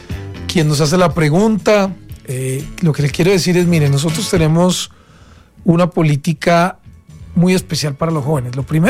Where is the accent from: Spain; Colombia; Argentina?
Colombia; Riosucio, Caldas; yo no soy de Bogotá, yo soy de un pueblo que se llama Risucio Caldas y soy caldense, es decir, yo soy de provincia.